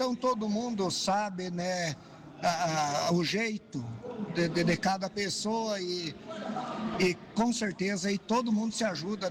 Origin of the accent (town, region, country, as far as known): Rio Grande do Sul, Brazil; born or raised there; also born or lived in Victor Graeff